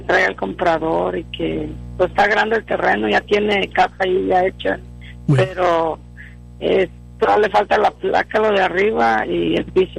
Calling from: Reynosa, Tamaulipas, Mexico

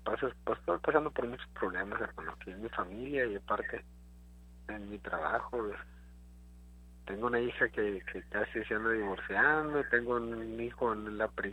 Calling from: McAllen, Texas, United States; Aquí de McAllen, hermano.

